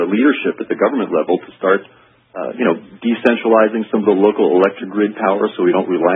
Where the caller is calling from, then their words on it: South Bend, Indiana, United States; I'm calling from South Bend, Indiana. I listen to you on 890.